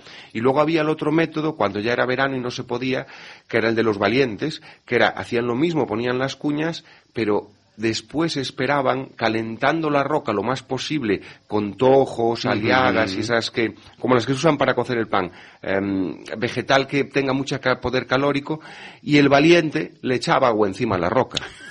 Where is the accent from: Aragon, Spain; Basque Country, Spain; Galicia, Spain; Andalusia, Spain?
Galicia, Spain